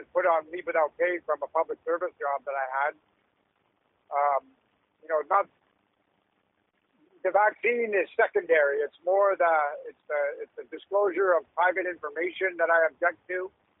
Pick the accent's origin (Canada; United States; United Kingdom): Canada; the state that we were in as a Canadian society